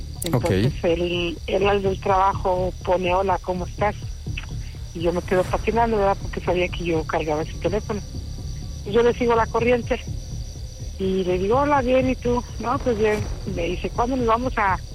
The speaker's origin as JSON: {"language": "Spanish", "region": "San Luis Potosí", "country": "Mexico", "said": "Tengo 49 años, soy de San Luis Potosí."}